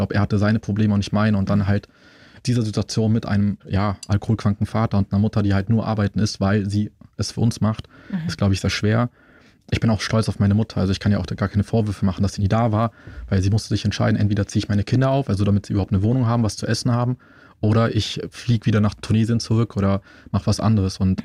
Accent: Munich, Bavaria, Germany; also ich bin in Schwabing aufgewachsen, die meisten meiner Mitschüler hatten irgendwie ein Einfamilienhaus.

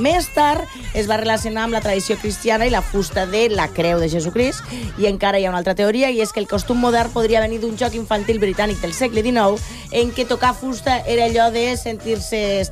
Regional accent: Lleida, Catalonia, Spain

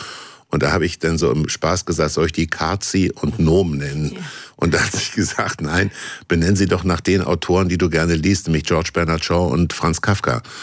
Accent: Kassel, Hesse, Germany; born or raised there

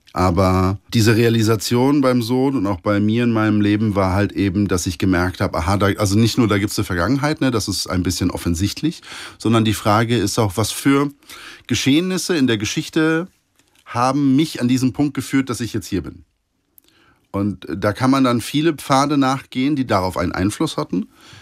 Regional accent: Poland; Als Pole ist irgendwie zu sagen, versteck dich.

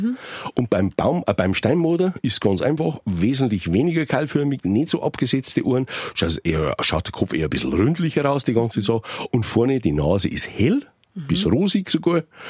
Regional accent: Bavaria, Germany; bei uns im Bayerischen Wald, im Bayerwald

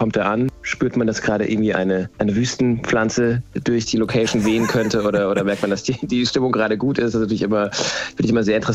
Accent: Hesse, Germany; Ich bin in Hessen aufgewachsen.

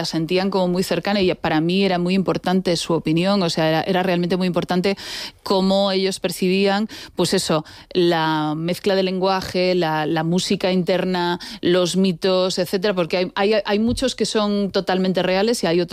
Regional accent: A Coruña, Galicia, Spain; Soy gallega, digámoslo. Gallega de A Coruña.

